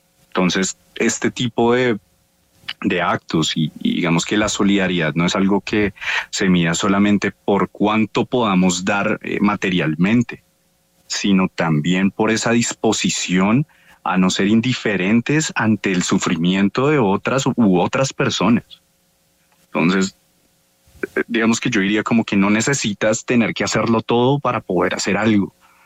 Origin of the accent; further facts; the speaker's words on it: Colombia; Como hermanos colombianos, como compatriotas.